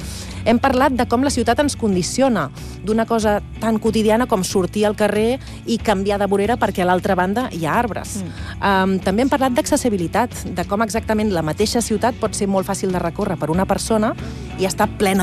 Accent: Barcelona, Catalonia, Spain

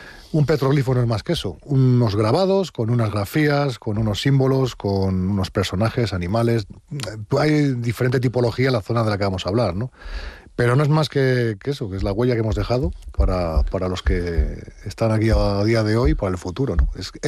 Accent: Navas de Oro, Castile and León, Spain; Yo soy de Navas de Oro, vivo en Navas de Oro, es el pueblo de mis abuelos, de mi madre, vivo allí desde hace ya 10 años. Y muy cerquita, en todo lo que es el macizo de Santa María, porque yo soy de Tierra de Pinares

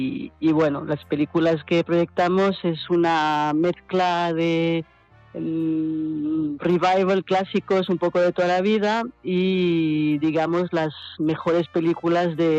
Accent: France; Spanish is a second language; moved away as an adult; now in Barcelona, Spain; yo soy francesa

